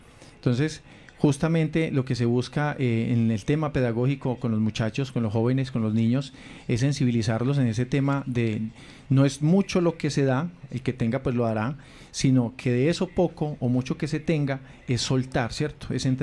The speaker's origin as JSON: {"language": "Spanish", "country": "Colombia", "said": "La reacción que tuvimos nosotros como seres humanos, como colombianos, fue muchísima."}